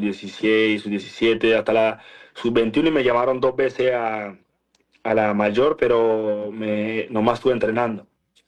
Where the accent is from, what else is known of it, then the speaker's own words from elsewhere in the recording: Buenaventura, Valle del Cauca, Colombia; moved away; yo soy de Buenaventura, de Colombia, yo soy de allá, yo me siento de allá